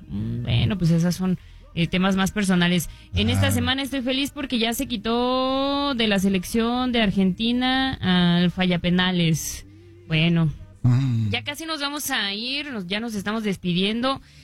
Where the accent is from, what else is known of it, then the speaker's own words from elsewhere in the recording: El Oro, State of Mexico, Mexico; Así es, se llama El Oro, está como a 2 horas de Toluca.